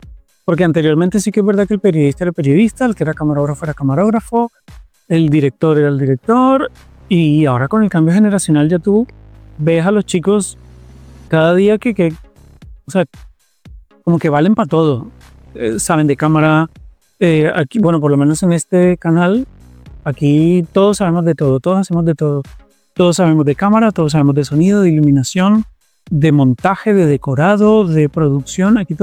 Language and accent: Spanish; Bogotá, Colombia; also born or lived in Barranquilla; Soy nacido en Barranquilla, pero me he criado la mayor parte en Bogotá.